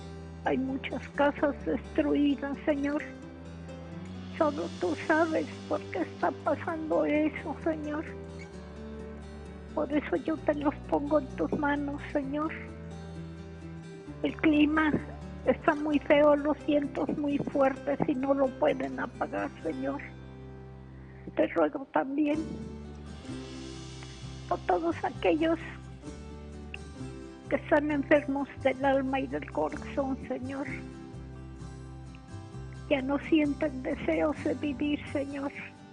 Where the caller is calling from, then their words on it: Guadalajara, Jalisco, Mexico; De aquí, de Guadalajara.